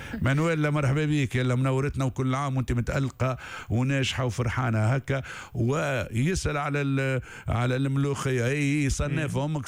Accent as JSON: {"language": "Arabic", "country": "Tunisia", "accent": "Tunisian", "said": "بلهجتنا التونسي"}